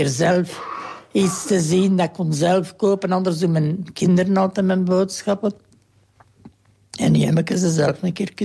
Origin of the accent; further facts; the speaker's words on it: Herne, Flanders, Belgium; born there; also born or lived in Kester; mijn geboortedorp is hier in Herne. Maar ik heb dan in Kester gewoond.